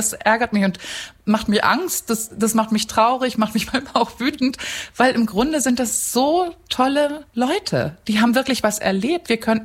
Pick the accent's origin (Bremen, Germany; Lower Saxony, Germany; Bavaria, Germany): Lower Saxony, Germany; Cuxhaven; moved away as an adult; also born or lived in Hamburg / Berlin; now in Saxony-Anhalt, Germany; Ich bin eine Hamburgerin und genau. Und dann in Cuxhaven groß geworden und habe mein Leben lang nur in Westdeutschland gelebt.